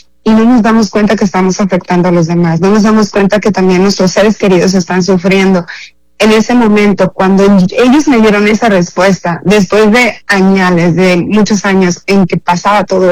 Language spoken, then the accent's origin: Spanish; Sonora, Mexico; moved away as an adult; now in Culiacán, Mexico; yo no soy de aquí, del estado de Sinaloa, soy de Sonora. Sí. Y el año que me vine para acá fue en el 2004.